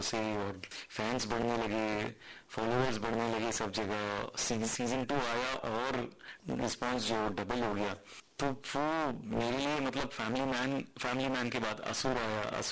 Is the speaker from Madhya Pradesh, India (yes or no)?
no; Mumbai, Maharashtra, India; तो मैं मुंबई में पला बड़ा हूँ, मराठी बोल लेता हूँ